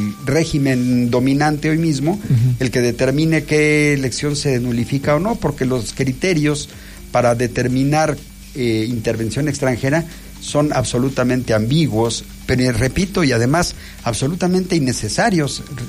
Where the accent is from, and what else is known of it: Mexico